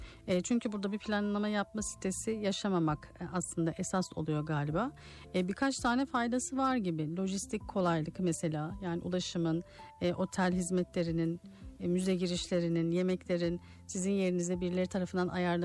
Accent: Erzurum, Turkey; biz Erzurum'da büyüdük ve ulaşım yani İstanbul'a gelmenin zor olduğu bir yerdi.

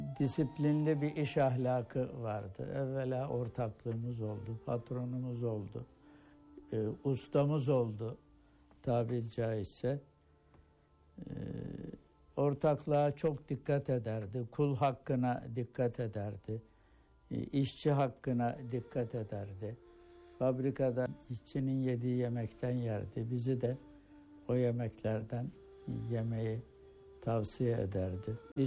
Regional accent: Istanbul, Turkey; born there; Çocukluğumuzdan beri beraber büyüdük. Onun yanında büyüdük diyebilirim. Evlerimiz yakındı. Erenköy'de yakında oturuyorduk birbirimize.

